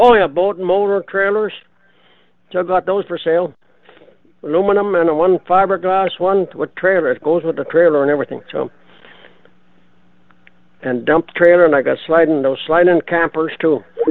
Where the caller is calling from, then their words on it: Manitoba, Canada; The rainy Interlake, I said.